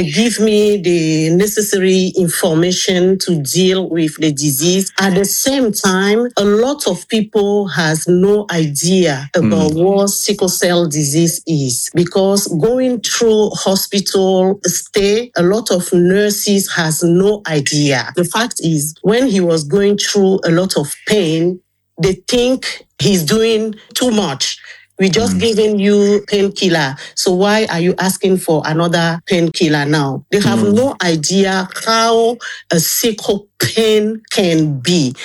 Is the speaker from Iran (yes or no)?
no; Togo; now in London, United Kingdom; back home, I'm originally from Togo.